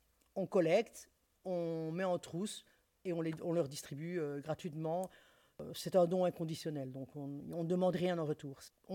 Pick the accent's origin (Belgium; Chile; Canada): Belgium; Liège, Wallonia; mais aussi moi je suis liégeoise, donc j'ai commencé là où je connais, donc c'est-à-dire à Liège.